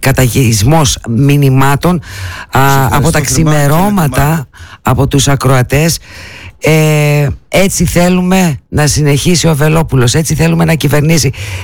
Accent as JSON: {"language": "Greek", "region": "Macedonia", "country": "Greece", "said": "Ως Μακεδόνες νομίζω πως είμαστε απόλυτοι."}